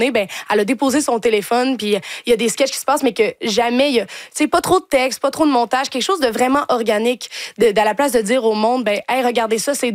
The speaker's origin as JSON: {"language": "French", "town": "Quebec City", "region": "Quebec", "country": "Canada", "lives_now": "Montreal, Canada", "said": "Là, moi, je viens de Québec, j'ai vu un petit peu des gens comme ça, puis je suis dans Hochelaga aussi"}